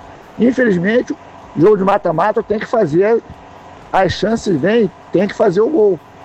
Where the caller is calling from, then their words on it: Brazil; sou brasileiro